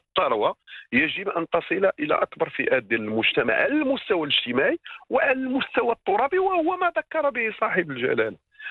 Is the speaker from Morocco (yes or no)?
yes; Morocco; الإشكال الكبير اللي عندنا في المغرب